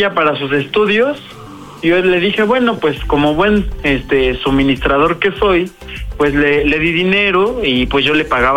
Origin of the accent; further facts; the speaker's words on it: Mexico City, Mexico; Tengo 28 años y somos de acá de Azcapotzalco, de la Ciudad de México.